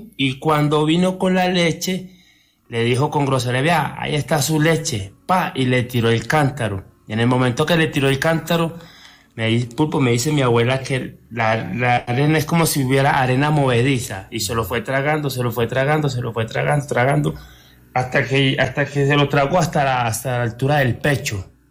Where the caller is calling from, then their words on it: Girardota, Antioquia, Colombia; Desde la ciudad de Girardot, Antioquia.